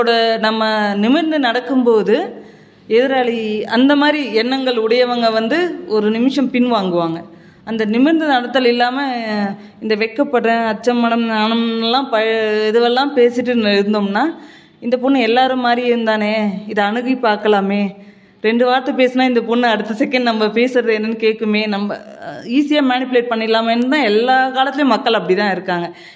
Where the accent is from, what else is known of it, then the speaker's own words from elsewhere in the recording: Ayyangarkulam, Tamil Nadu, India; moved away as an adult; also born or lived in Kanchipuram; திரும்ப காஞ்சிபுரத்தில் 11வது சேர்ந்துட்டு ஒரு 3 மாதங்கள் படிச்சுட்டு திரும்ப நான் படித்த பக்கத்தில் ஐயங்கார்குளம்ன்ற ஒரு ஊரில் படித்தேன், அந்த ஊருக்கே திரும்ப வந்துட்டேன்.